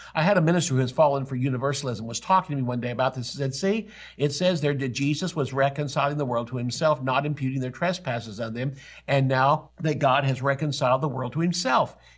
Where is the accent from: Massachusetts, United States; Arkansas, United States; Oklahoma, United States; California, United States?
Oklahoma, United States; My home country is no longer the United States and no longer the state of Oklahoma.